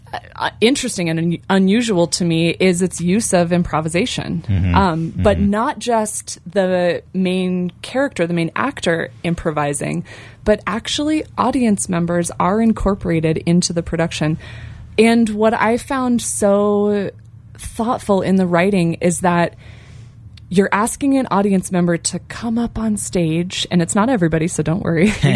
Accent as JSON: {"language": "English", "town": "Glenwood Springs", "region": "Colorado", "country": "United States", "tie": "born or raised there", "lives_now": "Carbondale, United States", "said": "I've been in the Valley a long time. I actually was born and raised in Glenwood. And I've been in Carbondale since like 2012."}